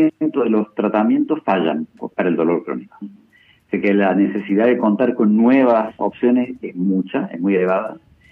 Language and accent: Spanish; Córdoba, Argentina; now in Mendoza, Argentina; yo soy de Córdoba